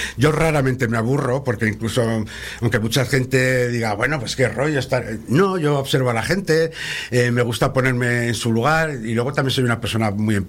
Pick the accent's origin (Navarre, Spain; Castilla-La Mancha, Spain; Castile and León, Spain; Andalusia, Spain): Castile and León, Spain; León; Yo soy de León, es decir, que también lo tengo relativamente cerca, tenemos las médulas, tenemos los picos de Europa